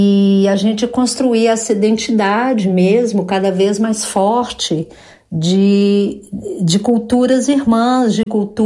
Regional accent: Belo Horizonte, Minas Gerais, Brazil; foi muito emocionante participar do 17º encontro do MOSILIC em Belo Horizonte, minha cidade onde eu cresci, e receber os amigos ali foi especial.

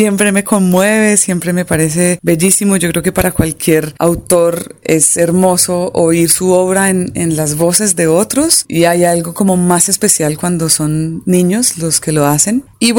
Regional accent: Colombia; also born or lived in Ireland; me aprobaron la nacionalidad colombiana, cosa que me tiene muy feliz. Pero bueno, más allá de esas formalidades, pues crecí en Colombia desde los 2 años de edad y crecí en el campo de Colombia

